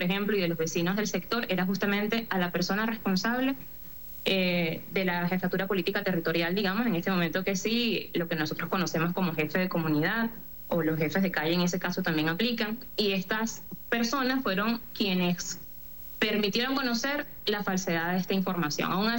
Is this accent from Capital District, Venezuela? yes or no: no; La Guaira, Venezuela; pero yo soy de La Guaira y bueno, he venido allí también sintiendo bastante lo que ha ocurrido.